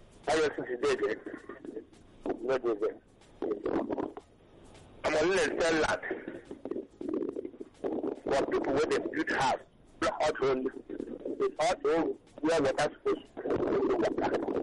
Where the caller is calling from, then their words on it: Satellite Town, Lagos, Nigeria; From Satellite Town.